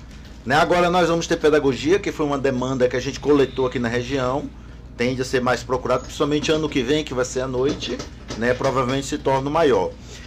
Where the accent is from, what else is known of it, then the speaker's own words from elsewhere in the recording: Jacareci, Brazil; moved away; also born or lived in Assis; Sou de Jacareci.